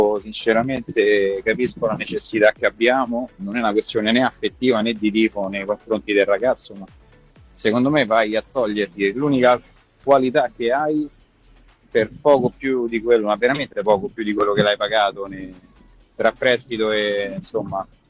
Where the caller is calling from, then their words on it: Civitavecchia, Lazio, Italy; da Civecchia.